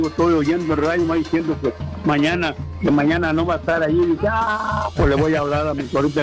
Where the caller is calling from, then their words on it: Juchipila, Zacatecas, Mexico; Y yo soy de Juchipila, Zacatecas.